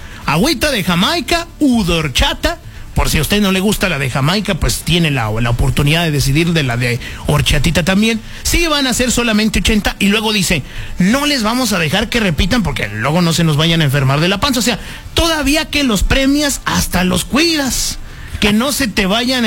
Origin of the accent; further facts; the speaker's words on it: Mexico; Así somos los mexicanos. Somos tan mexicanos